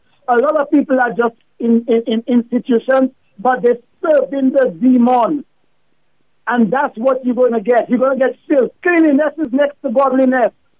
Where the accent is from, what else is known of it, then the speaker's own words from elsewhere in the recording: Roseau, Saint George, Dominica; My brother, I grew up in Roseau, you know.